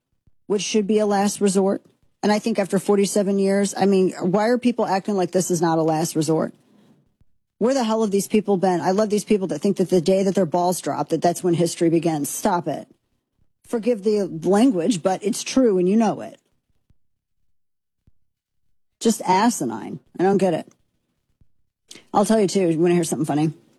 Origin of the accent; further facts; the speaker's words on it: United States; I'm an American Christian.